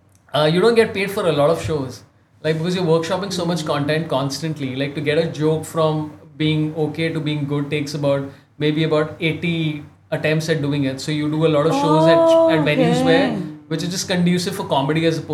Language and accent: English; India; As an Indian, it's fascinating because Indians, we're everywhere.